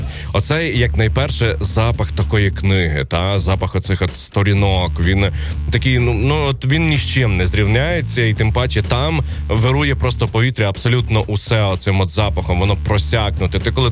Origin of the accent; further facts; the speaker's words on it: Hlyboka, Chernivtsi Oblast, Ukraine; я сам з Глибокої